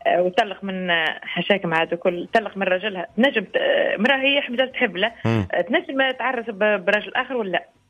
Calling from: Sousse, Sousse Governorate, Tunisia

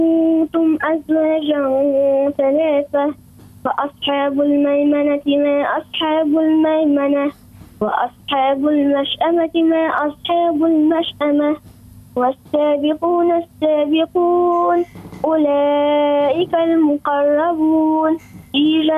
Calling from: Kairouan, Kairouan Governorate, Tunisia; من قيروي.

